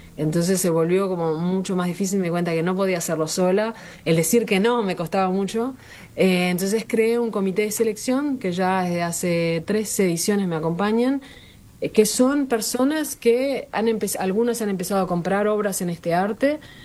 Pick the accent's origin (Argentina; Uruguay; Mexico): Uruguay; Montevideo; moved away; also born or lived in Punta del Este / La Paloma; yo hace muchos años que vivo en el exterior, soy uruguaya, crecí entre Montevideo, Punta del Este y La Paloma